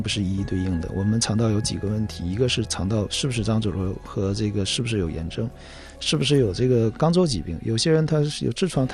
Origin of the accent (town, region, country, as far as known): China